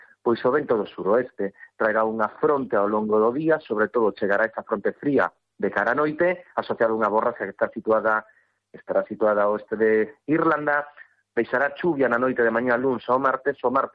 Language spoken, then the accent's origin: Galician; Galicia, Spain; pero non debería de sorprendernos como galegos.